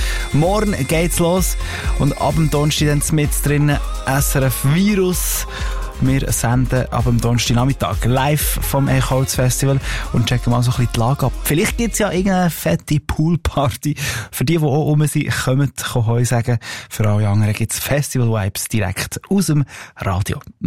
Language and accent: German; Bern, Switzerland; ich bin beim Wohlensee in Bern aufgewachsen, nachdem ich es aus dem Bündblitzerloch geschafft habe.